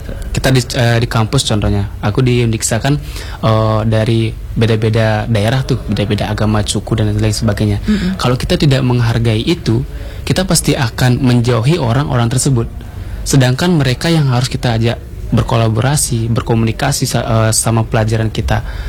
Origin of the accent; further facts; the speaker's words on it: Bali, Indonesia; nilai kita sebagai seorang orang Bali, anak muda Bali itu pasti akan hilang.